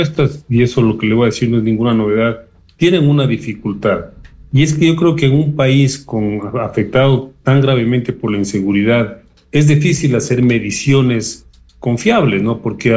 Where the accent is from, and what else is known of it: Ecuador